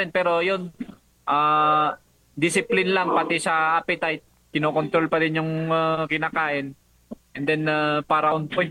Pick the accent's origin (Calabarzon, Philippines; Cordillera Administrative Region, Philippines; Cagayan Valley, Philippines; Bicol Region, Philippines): Cordillera Administrative Region, Philippines; Ayun po, pride naman ako na nire-represent yung Pilipinas bilang isang Pinoy and lalong-lalo na dito sa amin as sa Cordillera